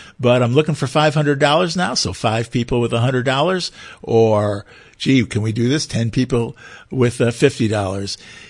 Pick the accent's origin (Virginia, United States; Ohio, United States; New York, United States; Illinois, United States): Illinois, United States; Chicago; moved away as an adult; now in San Francisco Bay Area, United States; I grew up in Chicago